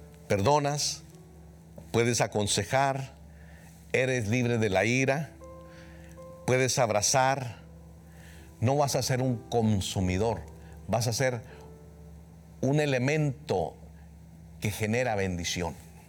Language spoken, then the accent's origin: Spanish; Mexico; Pero yo soy de México, ¿ok? Y yo soy cristiano, soy evangélico